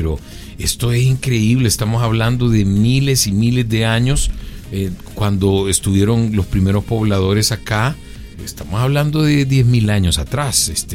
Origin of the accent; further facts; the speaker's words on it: Chalchuapa, Santa Ana, El Salvador; yo crecí en Chalchuapa, que es una zona arqueológica así por tradición